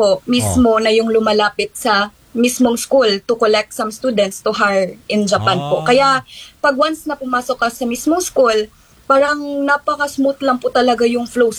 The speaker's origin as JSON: {"language": "Tagalog", "town": "Davao City", "region": "Davao Region", "country": "Philippines", "said": "since taga Davao ako, malapit lang ako sa mismong location ng school"}